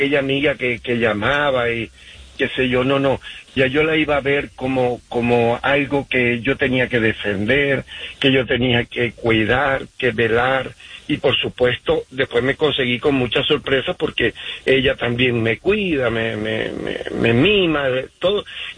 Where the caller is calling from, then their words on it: Utah, United States; Los llamo desde Utah.